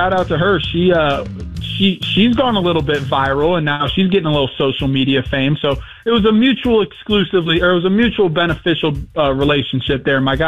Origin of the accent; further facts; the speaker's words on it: Wadsworth, Ohio, United States; I'm originally from Wadsworth. I grew up in Wadsworth. I'm a Browns guy.